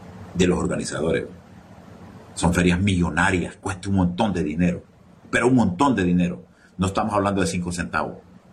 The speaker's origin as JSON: {"language": "Spanish", "town": "Sulaco", "region": "Yoro", "country": "Honduras", "said": "lo digo yo que soy de Sulaco, lo digo yo que he vivido esas experiencias."}